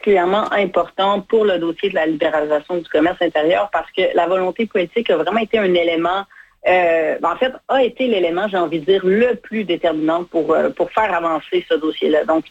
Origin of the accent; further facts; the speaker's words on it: Quebec, Canada; chez nous au Québec.